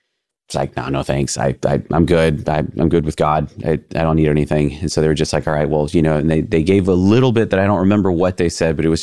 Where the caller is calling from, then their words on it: Austin, Texas, United States; I'm from Austin